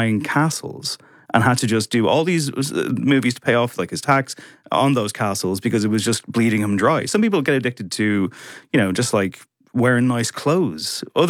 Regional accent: Drogheda, Leinster, Ireland; I'm from Drogheda.

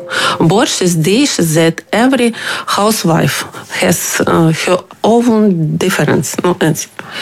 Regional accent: Ukraine; English is a second language; I'm from Ukraine.

